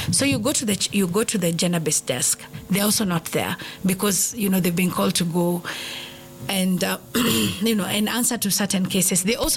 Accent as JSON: {"language": "English", "region": "Nairobi", "country": "Kenya", "tie": "born or raised there", "said": "I grew up in Nairobi. I was born here, grew up here. We were living in Pangani."}